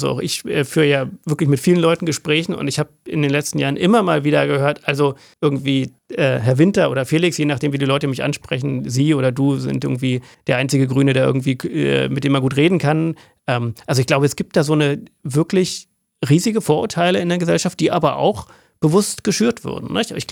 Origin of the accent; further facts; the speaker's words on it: Germany; als Deutsche, wir produzieren 2% des weltweiten CO2-Ausstoßes, aber haben 1% der weltweiten Bevölkerung.